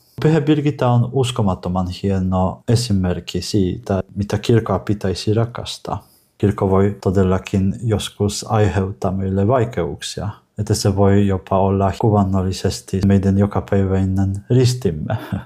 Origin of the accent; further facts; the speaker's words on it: southern Poland, Poland; Finnish is a second language; moved away as an adult; also born or lived in Kraków; now in Turku, Finland; Mä kotoisin pienestä kylästä, jossa on vain noin 1000 asukasta ja kaikki ovat katolilaisia.